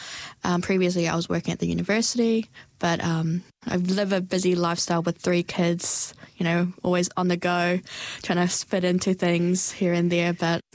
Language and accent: English; New Zealand; accent: slight Kiwi; English is a second language; also born or lived in Myanmar; now in Dunedin, New Zealand; I was born over in Myanmar, but I was raised here in New Zealand, so hence my kind of slight Kiwi accent.